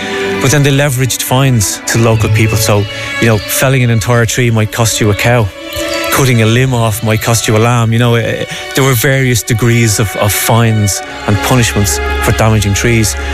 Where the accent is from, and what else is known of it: Ireland